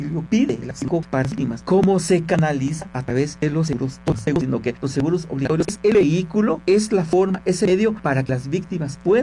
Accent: Guatemala; estar conscientes de que esa cultura vial es lo que necesitamos como guatemaltecos también.

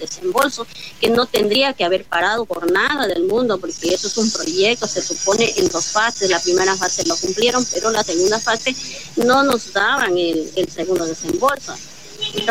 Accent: Amazon, Ecuador; a los amazónicos nos tienen así

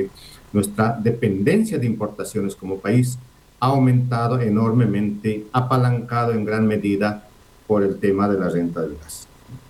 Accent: Bolivia; Y esto no quiere decir que nosotros no produzcamos riqueza porque somos ineficientes, porque somos bolivianos

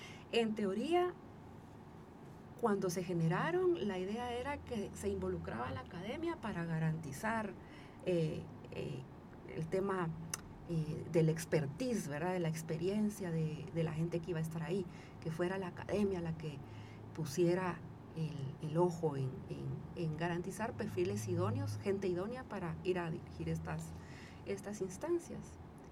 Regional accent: Guatemala; nosotras como guatemaltecas no vamos y votamos

